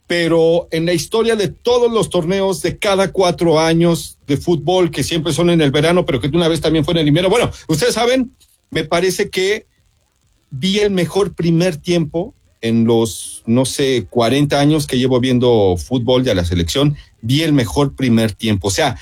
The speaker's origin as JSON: {"language": "Spanish", "country": "Mexico", "said": "me presento como un mal mexicano, ¿no? Soy un mal mexicano"}